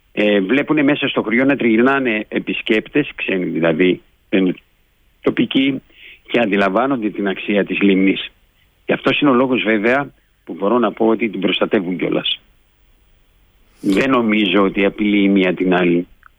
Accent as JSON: {"language": "Greek", "town": "Thessaloniki", "region": "Central Macedonia", "country": "Greece", "tie": "born or raised there", "moved": "as an adult", "said": "δεν μεγάλωσα εδώ, μεγάλωσα στη Θεσσαλονίκη, είμαι από εδώ όμως."}